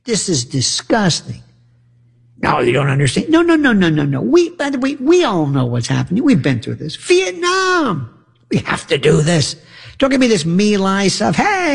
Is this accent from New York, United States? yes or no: no; Florida, United States; I'm from Florida.